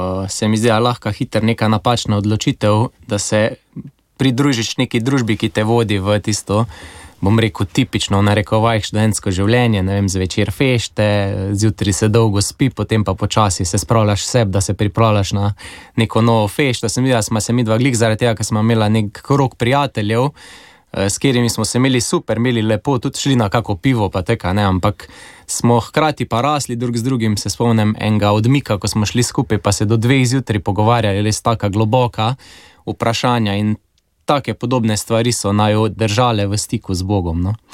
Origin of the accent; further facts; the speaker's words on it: Velenje, Savinjska, Slovenia; also born or lived in Maribor; now in Mozirje, Slovenia; Tako ja, drugače odraščala sva v Velenju, potem sva 8 let preživela v Mariboru kot študenta, pa potem na začetku pač karierne poti, potem smo se pa preselili nazaj v rodni kraj v resnici mojega očeta